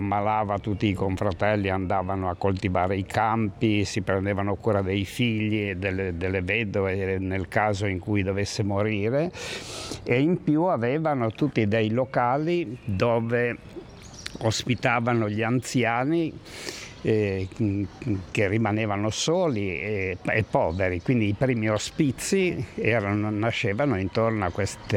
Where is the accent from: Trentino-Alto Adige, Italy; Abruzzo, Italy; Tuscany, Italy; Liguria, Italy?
Liguria, Italy; Santo Stefano al Mare; also born or lived in Sanremo; io sono nato a Sanremo ma cresciuto qui, quindi sono 86 anni che abito a Santo Stefano, sono un parroco veramente radicato